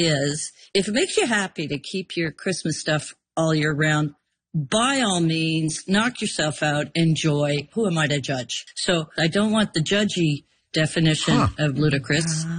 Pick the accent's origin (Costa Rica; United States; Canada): Canada; Montreal, Quebec; moved away as an adult; now in Nova Scotia, Canada; because I'm from away Nova Scotian, I'm from Montreal originally, and I moved here in 2021.